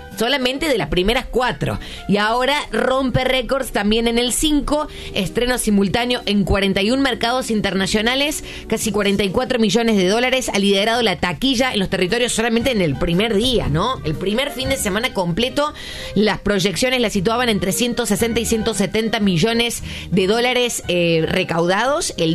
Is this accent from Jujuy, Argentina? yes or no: yes; Jujuy, Argentina; now in Mendoza, Argentina; Soy jujeño, radicado hace muchos años en Mendoza.